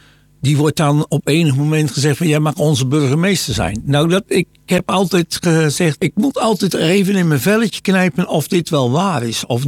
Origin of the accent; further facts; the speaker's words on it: Spakenburg, Utrecht, Netherlands; Ik kom uit de Spakenburgerhoek.